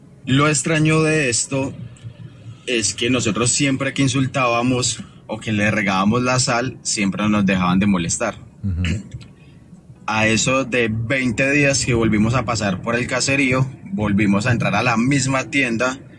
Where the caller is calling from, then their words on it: Pereira, Risaralda, Colombia; Desde la Perla del Otón, desde Pereira.